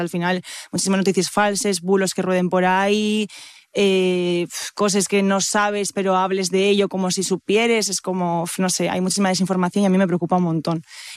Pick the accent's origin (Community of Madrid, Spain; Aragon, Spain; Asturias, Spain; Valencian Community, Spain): Asturias, Spain; pero son de fuera. Son de Cantabria y de Valladolid, pero yo nací aquí, o sea, yo sí soy de aquí, entonces puedo decir, ahora mismo, viviendo en Oviedo, a pesar de ser de la cuenca